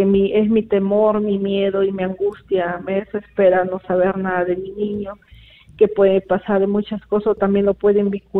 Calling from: Lambayeque, Peru; Soy de Lambayeque, de Pueblo Joven San Martín.

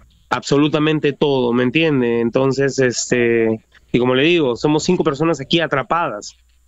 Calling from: Lima, Peru; yo estoy llamando desde Cercado de Lima, Avenida Uruguay 191 en el Cercado.

